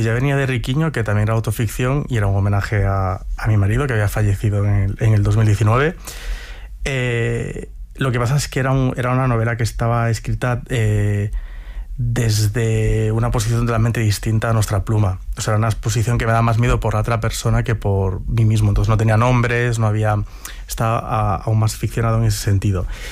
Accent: Ourense, Galicia, Spain; Entonces, a mí me daba miedo Urense. Me daba miedo esa vuelta a mi ciudad natal.

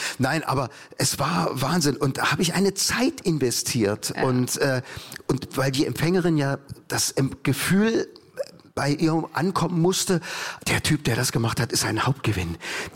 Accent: Leipzig, Saxony, Germany; born there; Ich bin ja gebürtiger Ossi, Leipziger.

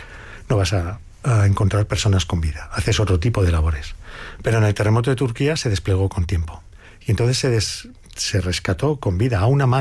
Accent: Spain; o como somos los españoles, es que somos empáticos por naturaleza.

